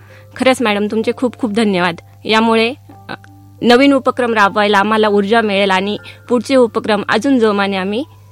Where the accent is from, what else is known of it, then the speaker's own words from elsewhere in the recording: Nandur Khurd, Maharashtra, India; माझं बालपण माझं निफाड तालुक्यातील नांदूर खुर्द हे एक छोटंसं गाव, एका शेतकरी कुटुंबात माझा जन्म झालाय। माझी आजी, आजोबा, आई वडील, 2 काका काकू आणि आम्ही 8 भावंड असा आमचा परिवार।